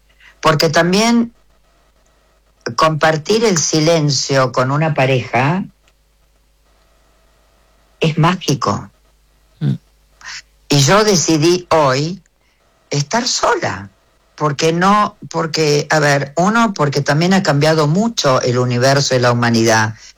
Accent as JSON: {"language": "Spanish", "country": "Argentina", "said": "Yo soy la primera argentina de una familia absolutamente europea"}